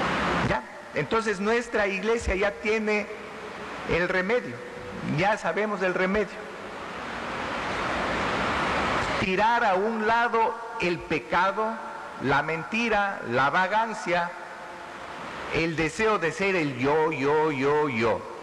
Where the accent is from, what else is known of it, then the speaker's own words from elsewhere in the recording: Ecuador; Ese 80% de los ecuatorianos estamos viviendo la palabra